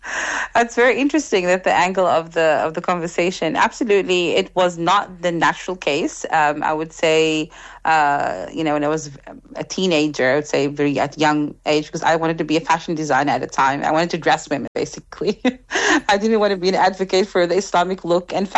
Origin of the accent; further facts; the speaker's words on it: Egypt; first language Arabic; English is a second language; moved away; I grew up in Egypt, so my first language is Arabic.